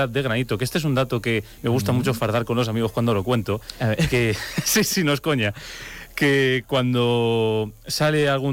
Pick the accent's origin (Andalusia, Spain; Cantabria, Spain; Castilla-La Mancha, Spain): Castilla-La Mancha, Spain; Torrijos; Alonso de Covarrubias, que es paisano mío, sí, es de Torrijos.